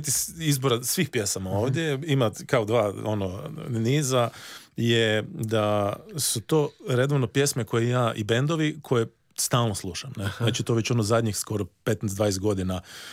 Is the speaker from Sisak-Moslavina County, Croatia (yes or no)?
yes; Sisak, Sisak-Moslavina County, Croatia; ja sam odrastao na Zibelu, koji je onako vrlo prekrasan dio Siska, koji je u bligu, kupalište Zibel, tamo je rijeka, klizalište, sve nam je to bilo blizu i odrastao sam u zgradama.